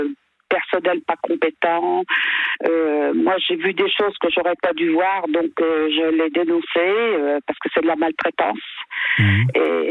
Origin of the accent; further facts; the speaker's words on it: Normandy, France; also born or lived in Île-de-France; Je travaillais en région parisienne et puis j'ai vendu, puis je suis revenue en Normandie puisque je suis normande.